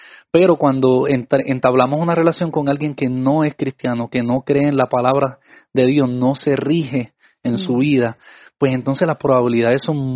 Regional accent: Puerto Rico; por lo menos en mi país, en Puerto Rico

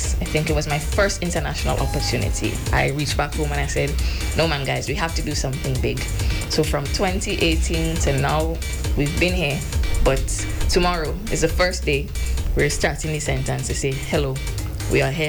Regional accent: Grenada; I grew up here in Grenada

